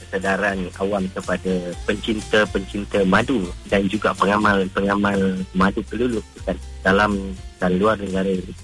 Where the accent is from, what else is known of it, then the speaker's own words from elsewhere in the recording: Kampung Sedim, Kedah, Malaysia; dekat Kedah, dekat kampung halaman saya, iaitu di Kampung Sedim, Pulim Kedah